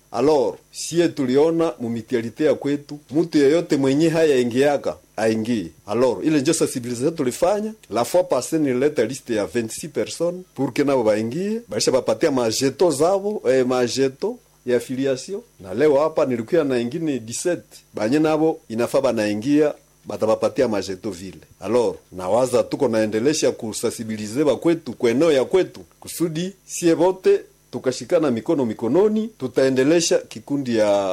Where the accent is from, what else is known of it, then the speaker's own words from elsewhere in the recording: Butembo, North Kivu, DR Congo; Ndiyo, unayua tamu mugini ya kwetu hapa Butembo